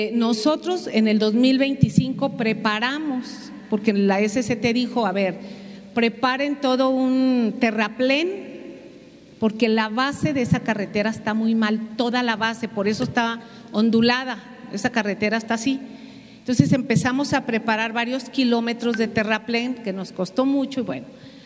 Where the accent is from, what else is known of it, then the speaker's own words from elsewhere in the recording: Veracruz, Mexico; demostrar lo que somos los veracruzanos